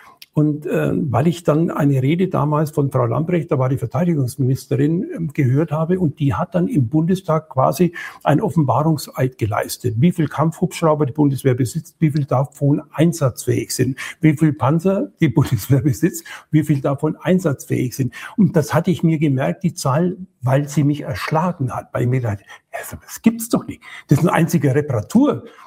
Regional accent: West Germany, Germany; Wenn du mit den Leuten hier redest, dann erzählen die dir Dinge, die du als Wessi einfach nicht mitbekommen hast, weil du das Leben hier so ja nicht kanntest.

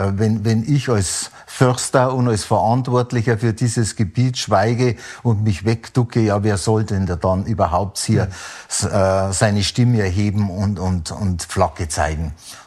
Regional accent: Fall, Bavaria, Germany; born there; Ich bin gebürtiger Oberbayer, bin geboren in einer Ortschaft, die es heute gar nicht mehr gibt. Auch so eine Besonderheit, nämlich in Fall.

